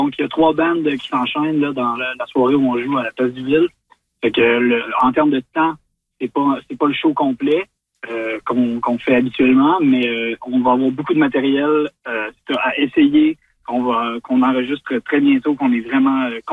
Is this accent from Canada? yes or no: yes; Gaspé, Quebec, Canada; Et pour les gens de l'Est du Québec, on vient de Gaspé